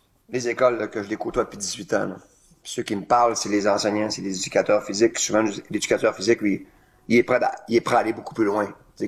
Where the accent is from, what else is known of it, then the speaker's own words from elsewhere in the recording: L'Anse-Saint-Jean, Quebec, Canada; quand j'étais jeune, à Anse-Saint-Jean